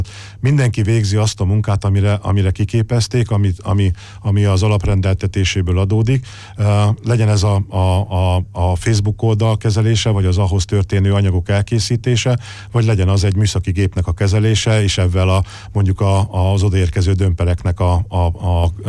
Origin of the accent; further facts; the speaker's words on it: Szentes, Csongrád-Csanád, Hungary; born there; moved away as an adult; now in Budapest, Hungary; Szentesen született mindenki a családomból is, de Szentesen addig laktunk, amíg Pesten dolgoztam